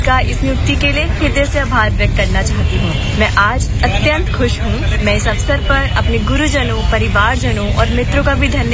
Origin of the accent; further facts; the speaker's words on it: Delhi, India; और मैं दिल्ली की निवासी हूँ।